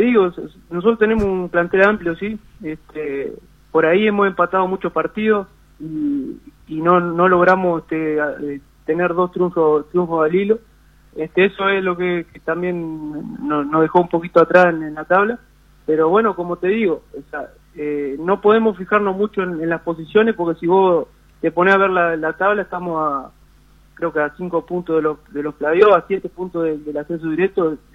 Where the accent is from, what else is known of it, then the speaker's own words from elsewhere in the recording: Tacuarembó, Uruguay; moved away as an adult; also born or lived in Venezuela; now in Montevideo, Uruguay; Tacuarembó siempre me mueve el piso, porque es donde yo debuté y de donde soy